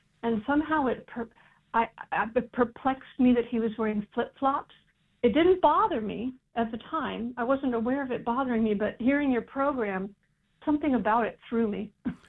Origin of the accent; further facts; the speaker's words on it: California, United States; now in Princeton, United States; I'm a native Californian who grew up in flip-flops.